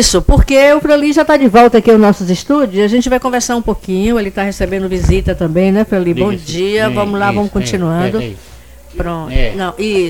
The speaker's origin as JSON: {"language": "Portuguese", "town": "Oeiras", "region": "Piauí", "country": "Brazil", "said": "Isso, sou de Oeiras."}